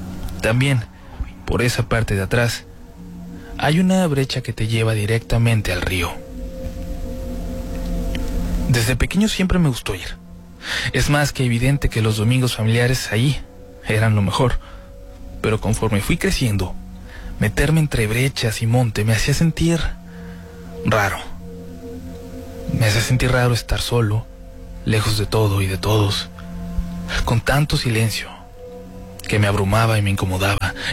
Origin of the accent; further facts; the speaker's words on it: Piedras Negras, Coahuila, Mexico; Soy de Piedras Negras, Coahuila, y tengo 22 años.